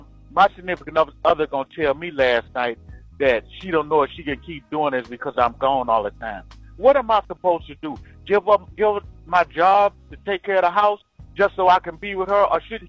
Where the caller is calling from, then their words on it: Byron, Georgia, United States; Okay, I'm calling from Byron, Georgia. I'm a truck driver over the road